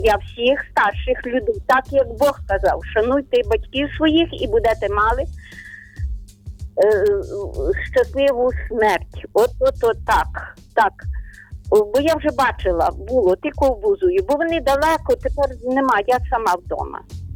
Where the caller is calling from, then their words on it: Ternopil Oblast, Ukraine; Я із України. Тернопільщина